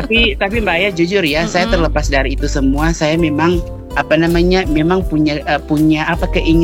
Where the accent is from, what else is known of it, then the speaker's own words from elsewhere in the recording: Ampana, Central Sulawesi, Indonesia; oh ini loh Ampana, oh inilah kota kecil yang ada di Sulawesi Tengah, tepatnya di Kabupaten Tojuna